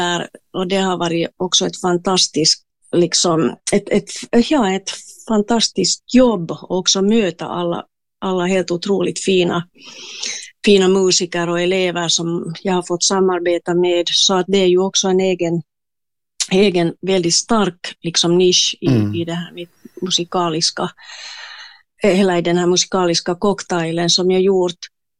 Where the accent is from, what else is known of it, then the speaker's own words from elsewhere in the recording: Espoo, Uusimaa, Finland; jag är ju hemma från Esbo Kilo.